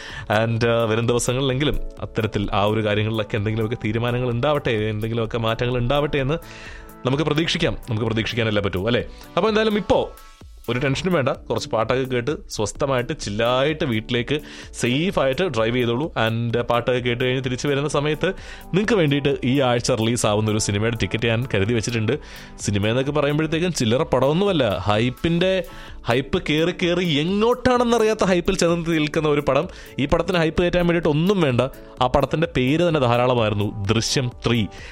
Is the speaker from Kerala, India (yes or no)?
yes; Kerala, India; നമ്മൾ ആശംസിക്കുകയാണ് ഒരു മലയാളി എന്ന നിലയിൽ.